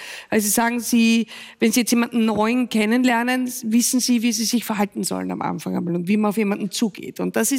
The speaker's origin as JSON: {"language": "German", "region": "Carinthia", "country": "Austria", "tie": "born or raised there", "moved": "yes", "lives_now": "Vienna, Austria", "said": "ich komme aus Kärnten, da bin ich aufgewachsen und eine sehr kleine Gemeinde im Mölltal."}